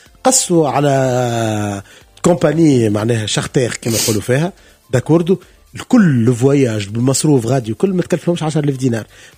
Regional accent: Tunisia; وانا اليوم كتونسي

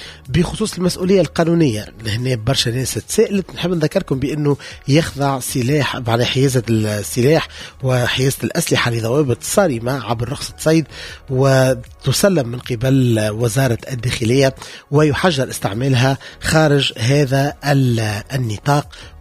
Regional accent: Tunisia

